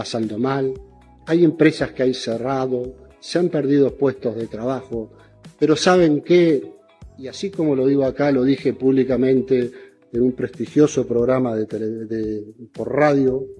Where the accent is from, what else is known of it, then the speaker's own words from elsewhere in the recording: Argentina; los argentinos